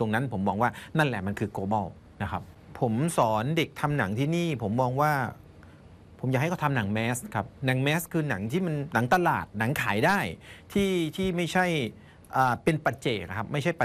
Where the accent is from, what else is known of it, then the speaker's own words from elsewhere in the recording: Isan, Thailand; ความเป็นอีสานที่เราอยู่กับความเป็นอีสานตั้งแต่เกิดอะครับ